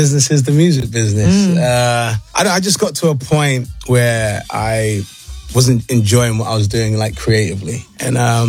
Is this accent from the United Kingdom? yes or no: yes; London, United Kingdom; I'm from London. I have a slightly different aesthetic.